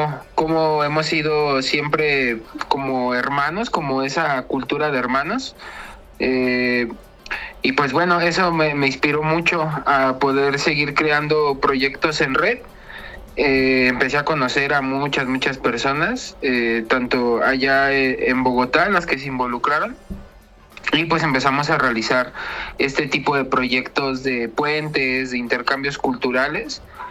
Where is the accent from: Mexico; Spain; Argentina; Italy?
Mexico; Justo yo como mexicano, ir allá a Colombia, pues es un impacto para mis ojos, ¿no?